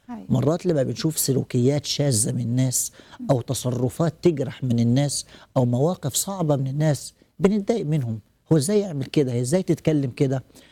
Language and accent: Arabic; Upper Egypt, Egypt; دايما يقولوا عندنا في الصعيد الناس بالناس.